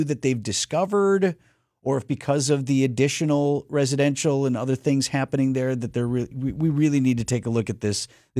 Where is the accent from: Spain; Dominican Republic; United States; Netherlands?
United States; Wauwatosa, Wisconsin; So this is happening in my hometown of Wauwatosa, where I grew up with thousands of others who watched the fireworks at Hart Park.